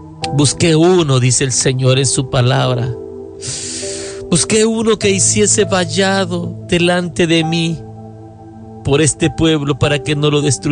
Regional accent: El Salvador; Yo oro por mi tierra, El Salvador.

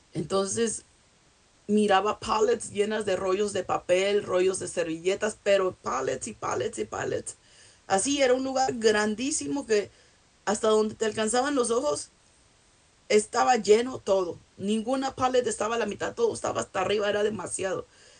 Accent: Mexico; now in United States; Yo soy mexicana.

